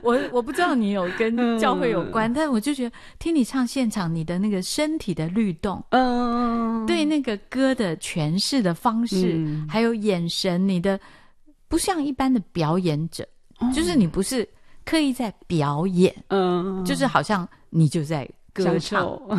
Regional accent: Taiwan

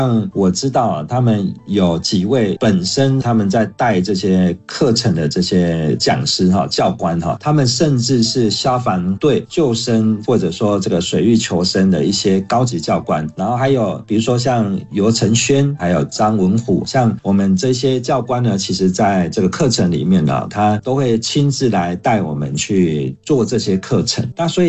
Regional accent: Taiwan; 我们台湾

